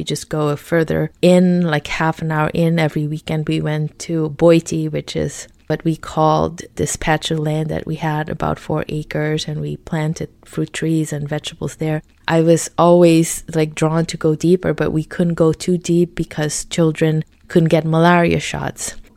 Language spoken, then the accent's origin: English; Suriname; now in Miami, United States; Oh, that sounds wonderful. I'm from Suriname. It's a country right above Brazil that not many people have heard of.